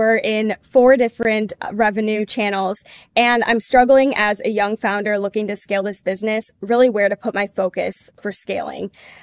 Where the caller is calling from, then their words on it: Atlanta, Georgia, United States; I'm calling from Atlanta